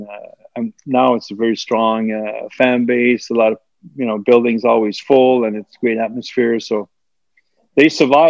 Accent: Montreal, Quebec, Canada; Yeah, well, like I said, I was a kid from Montreal, and when I got there in 93

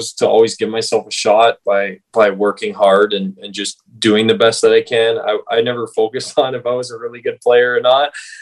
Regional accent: King City, Ontario, Canada; I'm from King City. We have a small local rink just by my house, like maybe a 2-3 minute walk away, actually. It's in the neighborhood.

